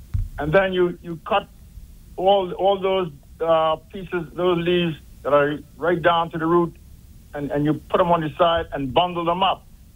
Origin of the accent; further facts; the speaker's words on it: Kew, North Caicos, Turks & Caicos Islands; growing up in Kew, North Texas, as a little boy, as a young boy